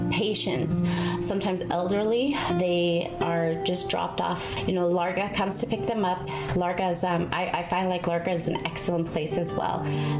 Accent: Fort Good Hope, Northwest Territories, Canada; moved away as an adult; now in Edmonton, Canada; I am from Forked Hope.

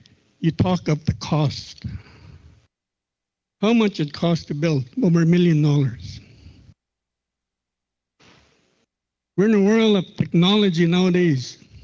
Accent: Fort Good Hope, Northwest Territories, Canada; I'm from Fort Good Hope.

